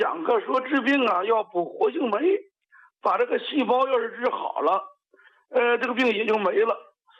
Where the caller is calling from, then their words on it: Shijiazhuang, Hebei, China; 我是河北石家庄的。